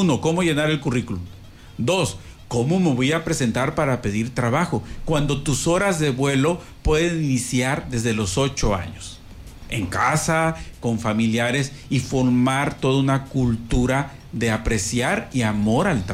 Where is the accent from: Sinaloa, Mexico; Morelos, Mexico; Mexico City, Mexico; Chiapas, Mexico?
Chiapas, Mexico; Pues yo soy chapaneco.